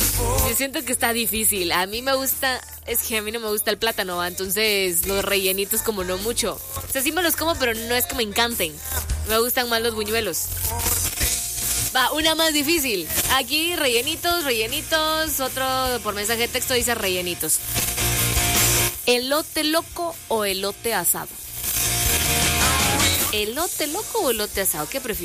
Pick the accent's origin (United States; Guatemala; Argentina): Guatemala; tenemos buenas canciones icónicas que nos representan como país, como chapines.